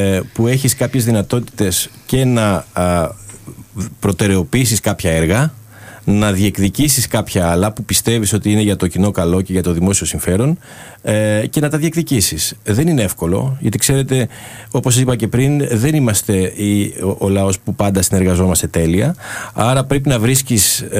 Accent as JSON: {"language": "Greek", "country": "Greece"}